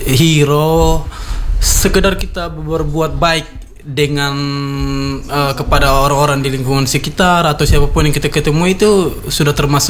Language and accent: Indonesian; Sabu, East Nusa Tenggara, Indonesia; Saya dari Sabu juga